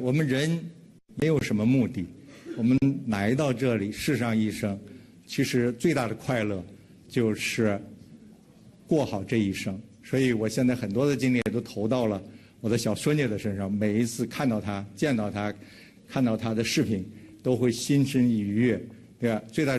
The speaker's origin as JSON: {"language": "Chinese", "country": "China", "also_born_or_lived": "Beijing", "lives_now": "Shanghai, China", "said": "我们中国人"}